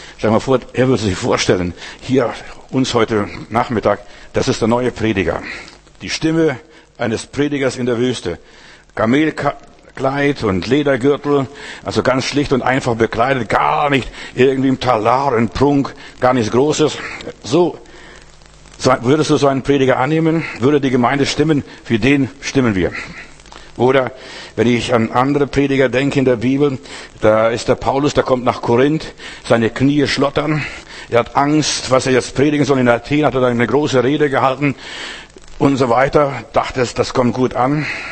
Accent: Germany; Ich muss mich schämen, dass ich ein Deutscher bin.

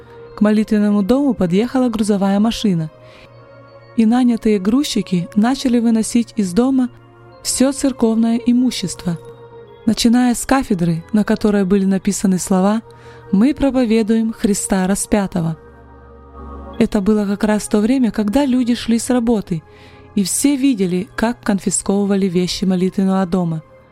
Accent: Kremenchuk, Poltava Oblast, Ukraine; Я сама с Украины, город Кременчуг, Полтавской области.

